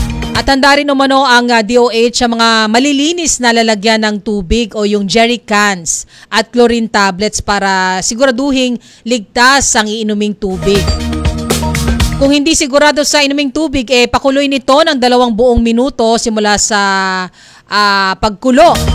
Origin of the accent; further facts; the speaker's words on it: Marikina, Metro Manila, Philippines; Dahil ako po, kung hindi nyo na itatanong, taga Marikina City ako, na ilang beses na rin naka-experience ng mga pagbaha dyan.